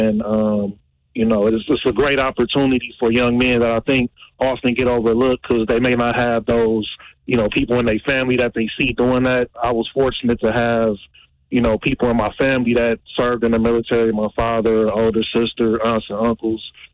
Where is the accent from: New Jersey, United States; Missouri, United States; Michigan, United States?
Michigan, United States; Detroit; I'm originally from Detroit.